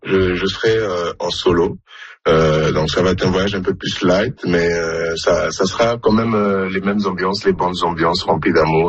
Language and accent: French; DR Congo; now in Montréal, Canada; je suis né au Congo, j'ai grandi au Congo, ensuite j'ai déménagé à Montréal depuis.